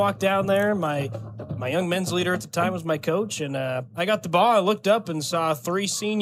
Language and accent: English; Coalville, Utah, United States; As a freshman, I'm from North Summit.